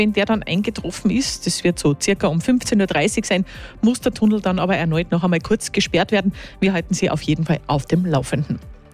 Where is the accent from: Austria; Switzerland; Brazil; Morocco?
Austria; Also bei uns in Österreich wäre das zum Beispiel der … oder auch